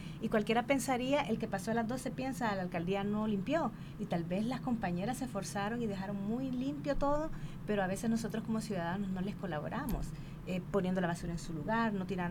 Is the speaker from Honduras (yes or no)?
yes; Honduras; ¿por qué nosotros como hondureños no podríamos?